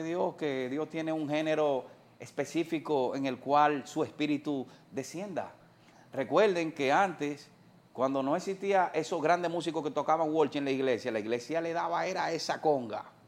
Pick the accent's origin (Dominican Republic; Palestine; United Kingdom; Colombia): Dominican Republic; nosotros que somos dominicanos